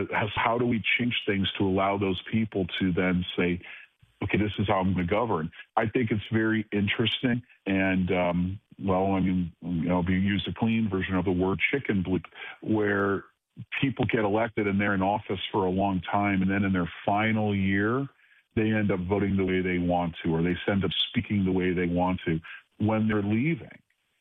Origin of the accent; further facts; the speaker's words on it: Cleveland, Ohio, United States; Cleveland, Ohio, my hometown